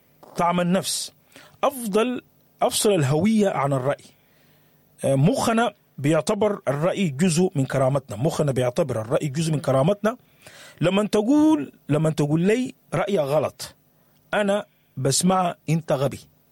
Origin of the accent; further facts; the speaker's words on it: Sudan; يبري أرضنا السودان